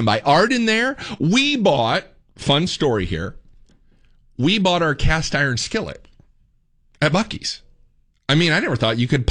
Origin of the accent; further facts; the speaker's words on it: Fort Wayne, Indiana, United States; moved away as an adult; now in Dallas-Fort Worth, United States; when the wife and I moved down here, we didn't know anything about DFW. I mean, we're from Fort Wayne, Indiana.